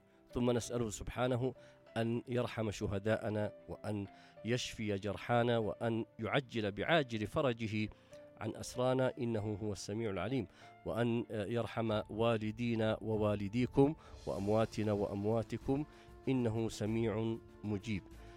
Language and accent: Arabic; Yemen; احنا الآن الشعب اليمني